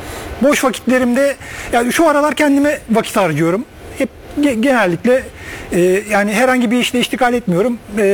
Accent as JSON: {"language": "Turkish", "region": "Istanbul", "country": "Turkey", "tie": "born there", "said": "Üsküdar doğumluyum. İstanbul Tuzla'dan katılıyorum yarışmaya."}